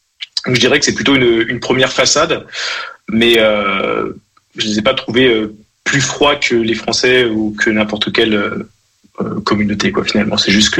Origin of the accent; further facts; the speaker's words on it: France; moved away; Je suis parti de France pour un tas de raisons, mais je voulais pas partir dans un pays qui était où je me sentais complètement dépaysé.